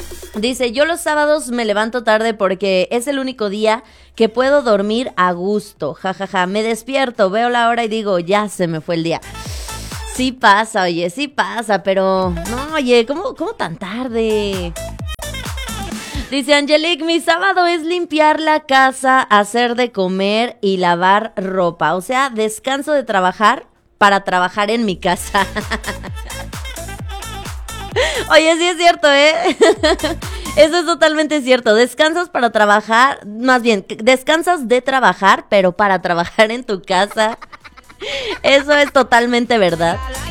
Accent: San Luis Potosí, Mexico; Yo soy potosina. Yo soy de San Luis Potosí. Yo soy de San Luis Potosí, pero estuve un año trabajando fuera.

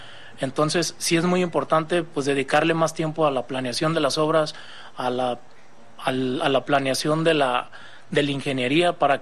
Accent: Ocotlán, Jalisco, Mexico; born there; now in Guadalajara, Mexico; Mi tierra, así es.

